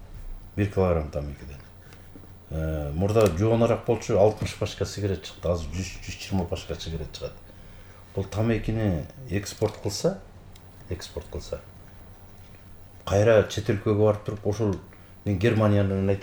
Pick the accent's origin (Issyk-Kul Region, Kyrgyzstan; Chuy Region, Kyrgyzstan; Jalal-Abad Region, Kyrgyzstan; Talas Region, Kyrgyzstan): Talas Region, Kyrgyzstan; Urmaral; Мен өзүм эле тиги мекенимди, төрөлүп өскөн жеримди айтайын, мен өзүм Таластан болом, Бакаяты районунун Үрмарал деген айылданмын.